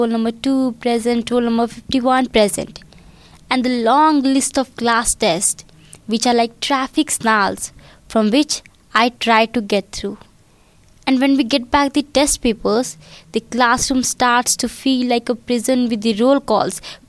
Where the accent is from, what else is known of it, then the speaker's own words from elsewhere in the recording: India; from India. I'm 16 years old.